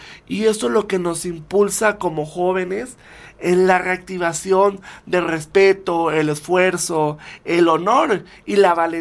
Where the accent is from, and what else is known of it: Mexico